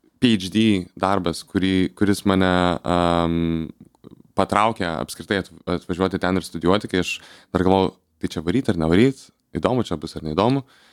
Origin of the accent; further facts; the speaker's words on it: Vilnius, Vilnius County, Lithuania; aš esu iš Vilniaus, tai aš neturiu kur Vilniui pabėgti.